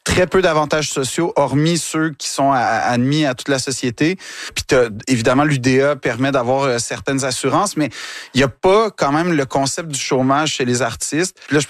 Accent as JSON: {"language": "French", "region": "Quebec", "country": "Canada", "said": "C'est quand je dis que je suis Québécois jusqu'au bout des doigts, mais c'est je le sens à tous les jours."}